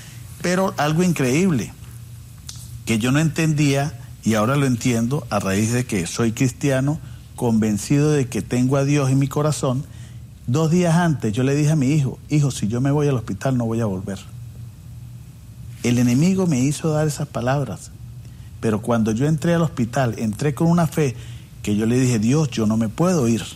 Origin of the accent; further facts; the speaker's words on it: Venezuela; now in United States; Sí, soy venezolano.